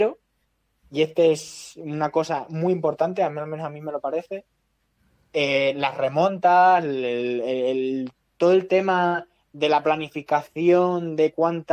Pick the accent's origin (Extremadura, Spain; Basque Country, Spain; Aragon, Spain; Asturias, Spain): Extremadura, Spain; Cáceres; Y bueno, en mi tierra, que en Cáceres, es que es muy normal ver a gente montando a caballo, es que es una cosa habitual.